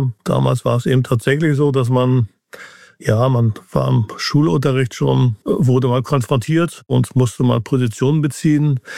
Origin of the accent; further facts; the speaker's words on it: Mecklenburg-Vorpommern, Germany; Und ich bin eben auch in einem Milieu groß geworden, so südlich von Rostock